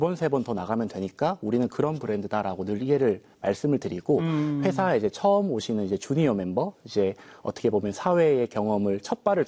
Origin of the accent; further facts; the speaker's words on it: Sangju, North Gyeongsang, South Korea; 제가 나고 자란 고향입니다